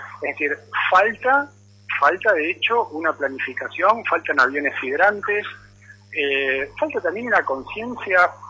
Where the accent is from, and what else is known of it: Argentina